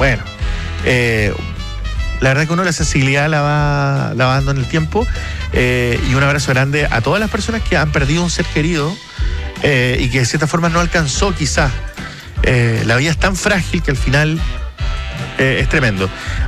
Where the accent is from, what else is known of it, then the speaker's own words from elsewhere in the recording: Punta Arenas, Magallanes and Chilean Antarctica, Chile; moved away; venimos todos de Punta Arenas, a todos le ha costado, somos tres hermanos